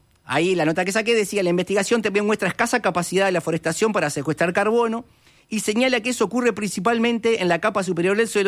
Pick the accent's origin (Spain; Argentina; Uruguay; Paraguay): Uruguay